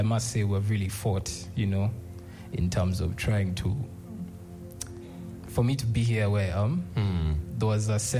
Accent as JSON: {"language": "English", "town": "Arua", "region": "Northern Region", "country": "Uganda", "moved": "yes", "lives_now": "Kampala, Uganda", "said": "I come from Northwest Uganda. Northwest Uganda. Arua. Yeah. I'm a bad boy from Arua."}